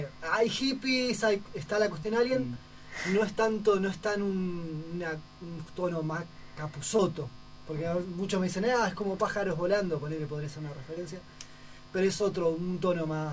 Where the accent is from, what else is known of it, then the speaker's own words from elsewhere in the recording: Viedma, Río Negro, Argentina; Iberá, yo soy de Viedma, pero bueno, vivo hace 10 años acá.